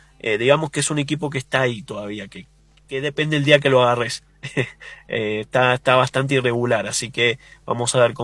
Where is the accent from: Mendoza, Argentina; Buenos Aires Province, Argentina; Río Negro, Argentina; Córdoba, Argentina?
Mendoza, Argentina; No conozco Villavicencio, ¿puedes creer como mendocino?